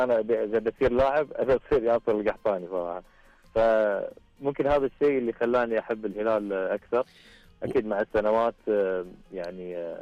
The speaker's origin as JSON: {"language": "Arabic", "country": "Kuwait", "said": "أصلا حتى عندنا هنا في الكويت منقسمين لخاصة الثلاث أندية"}